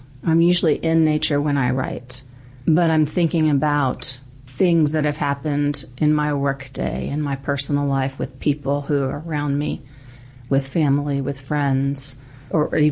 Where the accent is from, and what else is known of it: Florida, United States